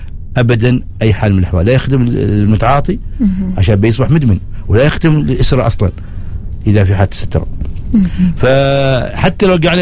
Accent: Oman; عندنا في سلطنة عمان

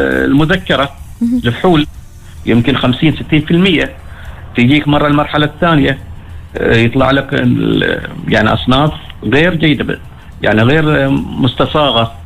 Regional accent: Oman; عندنا في عمان

